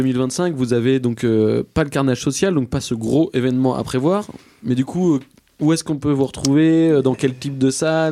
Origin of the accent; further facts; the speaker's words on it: Briouze, Normandy, France; moi, moi-même, je viens de Briouze.